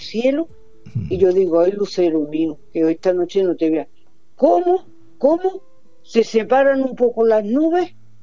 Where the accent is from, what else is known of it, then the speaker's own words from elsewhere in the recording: Córdoba, Andalusia, Spain; now in Granada, Spain; Soy cordobesa.